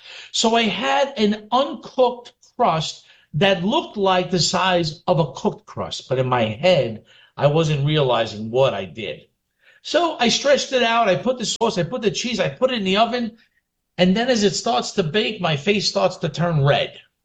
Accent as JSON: {"language": "English", "town": "New York City", "region": "New York", "country": "United States", "tie": "born or raised there", "said": "growing up in Brooklyn, you know, I went to local pizzerias."}